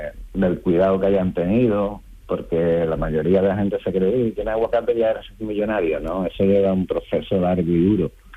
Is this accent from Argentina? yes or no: no; San Fernando, Andalusia, Spain; yo soy de San Fernando, Cabri, donde era el camarón de la isla, las tortillitas de camarones, las papadiñas, el caito de estero, ¿vale?